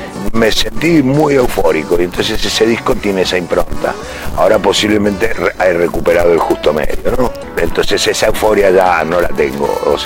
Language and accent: Spanish; Buenos Aires, Argentina; Yo soy de Buenos Aires, ¿no? Como todo el mundo lo sabe.